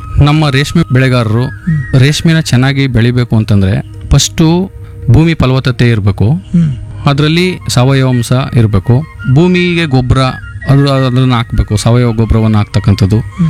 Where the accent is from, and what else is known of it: Heggadadevanakote, Karnataka, India